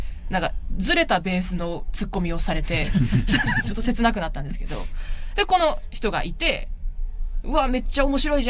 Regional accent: Hokkaido, Japan; 北海道から来ました、よろしくお願いしますって頭下げて

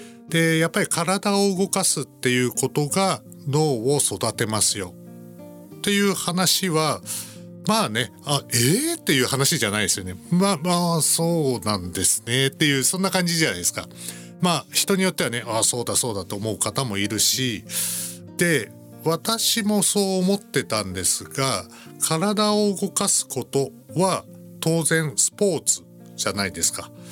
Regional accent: Hiroshima, Japan; moved away; 私は広島出身なんですけれども、

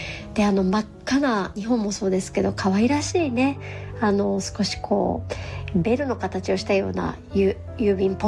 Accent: Denmark; now in Japan; 私の母国デンマークの事情をちょっとお話したいと思うんですが

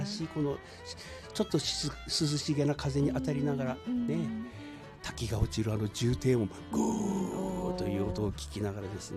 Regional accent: Nishiokoppe, Hokkaido, Japan; 僕のふるさと西横っぺから少し車で移動いたしますと、

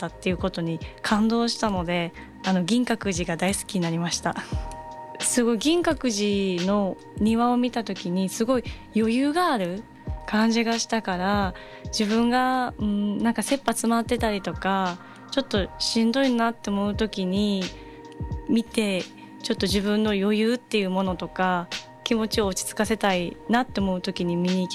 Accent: Kyoto, Japan; moved away; 京都出身なので、もう京都が大好きで、で大好きで、よく2ヶ月に1回ぐらいは帰ってるんですけど

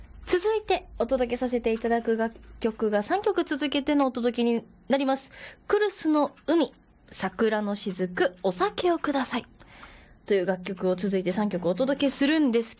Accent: Miyazaki, Japan; now in Kanto, Japan; 宮崎県、私の地元ですけど

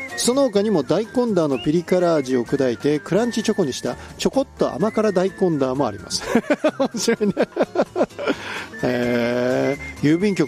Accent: Takahama, Fukui, Japan; 私の故郷も、若狭高浜でいいのかな、そこの式年大祭というのがあるんですけど、同じような状況ですね。

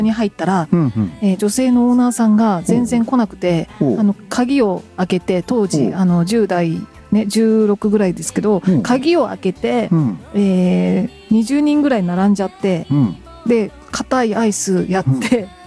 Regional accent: Kagawa, Japan; 実は私地元の香川県にいる頃にですね、31で、うん、バイトしてたことがあるんですけど

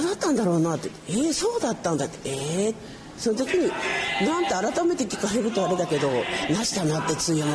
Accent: Kyōtango, Kyoto, Japan; accent: Kyōtango dialect; moved away as an adult; 久美浜町の久美浜高等学校の後ろの長留っていうところです。

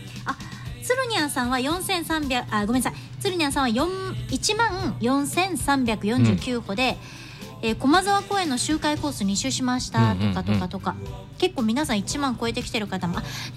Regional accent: Hyogo, Japan; moved away; 私の出身地兵庫県の

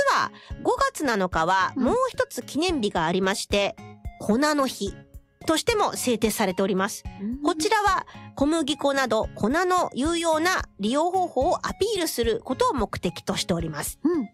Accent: Yamaguchi, Japan; 私はほら、山口県出身なので、

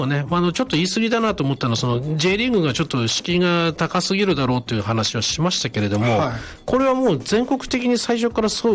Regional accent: Akita, Japan; ただまあこう地元の秋田にいる身として

